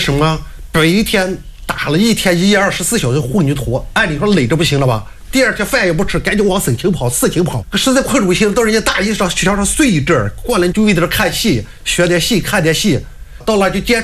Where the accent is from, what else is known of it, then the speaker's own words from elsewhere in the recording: China; 咱们西北人嘛，都大西北过来的